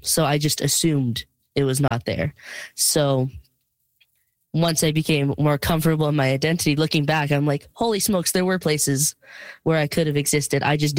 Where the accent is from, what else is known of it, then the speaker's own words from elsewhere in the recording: Prince Albert, Saskatchewan, Canada; now in Saskatoon, Canada; I was born and raised in Prince Albert, and I'd basically lived there my whole life until I moved here for university. So I haven't really known a home other than Saskatchewan. I've always been here.